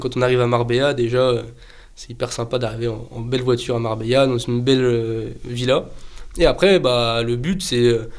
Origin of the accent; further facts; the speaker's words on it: France; now in Gibraltar; Ça me dérange pas encore pour le moment de payer des impôts en France, parce que je suis français, c'est normal.